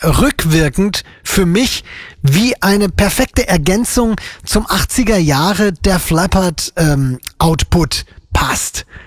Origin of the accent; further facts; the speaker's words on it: Fulda, Hesse, Germany; Kommt vorbei, wir spielen im Juni in Fulda auf dem Domplatz meiner Heimatstadt.